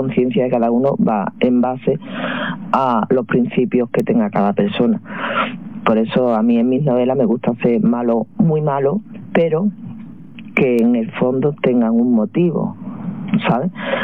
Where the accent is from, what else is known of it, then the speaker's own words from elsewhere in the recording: Cádiz, Andalusia, Spain; pese a que soy de Cádiz